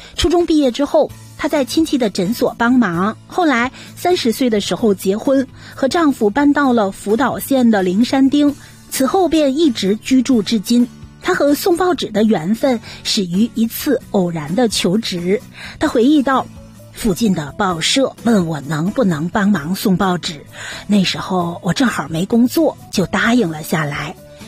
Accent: Canada; 虽说咱们加拿大没有能够上榜，但是榜单中的多个国家正成为咱们加拿大人换个地方过日子的热门选择。

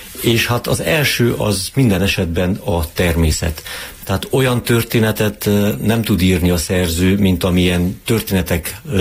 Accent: Transylvania, Romania; hiszen a szülőföldemnek a nevében is benne van, hogy Erdély, ahol erdők vannak, Transzilvánia, az erdőkön át. És ott együtt élünk ugye a nagyvadakkal

